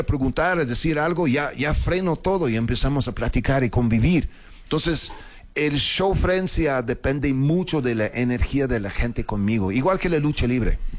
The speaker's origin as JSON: {"language": "Spanish", "region": "Mexico City", "country": "Mexico", "said": "Soy chilango con acento, pues yo qué hago, ¿no?"}